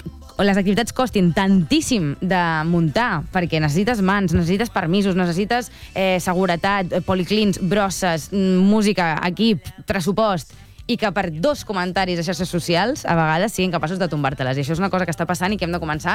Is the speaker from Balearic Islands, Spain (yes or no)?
no; Blanes, Catalonia, Spain